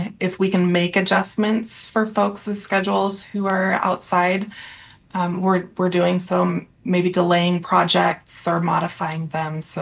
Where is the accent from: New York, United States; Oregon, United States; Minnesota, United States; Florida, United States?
Oregon, United States; I'm from Central Oregon. Okay. I live right next door in Redmond